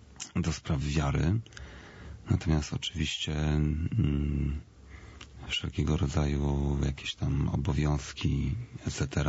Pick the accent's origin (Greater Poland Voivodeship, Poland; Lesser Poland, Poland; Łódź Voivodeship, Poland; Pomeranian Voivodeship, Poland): Łódź Voivodeship, Poland; Ja wzrastałem w małym mieście pod Łodzią. Miasto to gdzieś około 50-60 tysięcy mieszkańców.